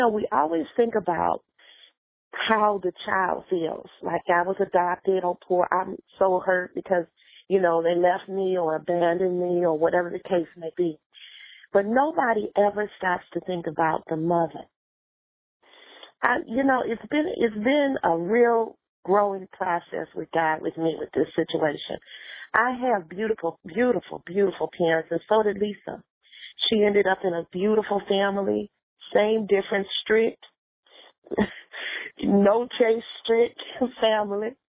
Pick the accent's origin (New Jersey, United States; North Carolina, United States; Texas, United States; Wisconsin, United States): Wisconsin, United States; Milwaukee; born there; accent: Southern drawl; I was born in Milwaukee, Wisconsin. I'm a Midwesterner with a Southern drawl.